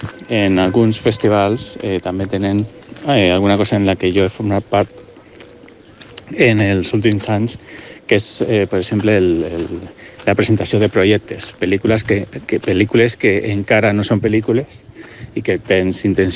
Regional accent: Elche, Valencian Community, Spain; Bé, jo soc d'Elx

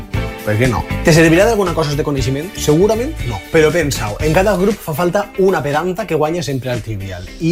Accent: Valencian Community, Spain

